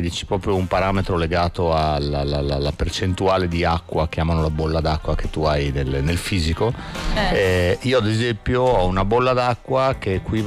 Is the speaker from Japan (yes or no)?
yes; Japan; Da giapponese che sono